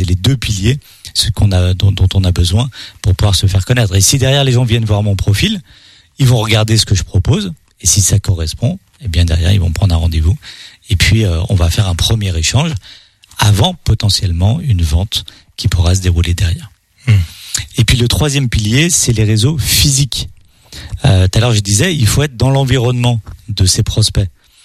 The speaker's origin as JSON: {"language": "French", "town": "Paris", "region": "Île-de-France", "country": "France", "lives_now": "Angers, France", "said": "Et moi, je venais de Paris, je me suis dit, je vais arriver sur une ville comme Angers."}